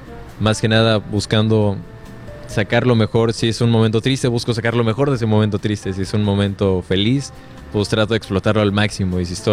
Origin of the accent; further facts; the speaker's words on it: Yucatán, Mexico; como buen yucateco, pues aquí empecé con la música ya de manera formal